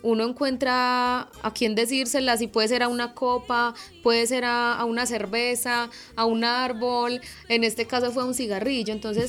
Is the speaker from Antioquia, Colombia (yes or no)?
yes; Medellín, Antioquia, Colombia; now in Girardota, Colombia; Yo soy de Medellín, pero musicalmente nací en Girardota. Llevo ya aproximadamente unos 15, casi 16 años viviendo en Girardota, entonces podemos decir que ya soy de Girardota.